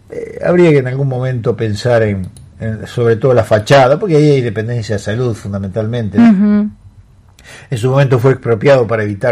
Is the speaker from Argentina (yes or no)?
yes; San Jorge, Santa Fe, Argentina; Mi pueblo, San Jorge.